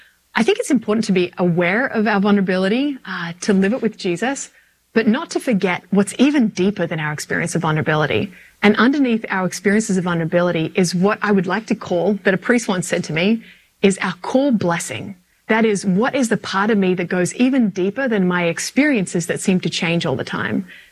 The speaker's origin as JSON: {"language": "English", "country": "Australia", "tie": "born or raised there", "said": "You know, I grew up in Australia, as you've figured out by now."}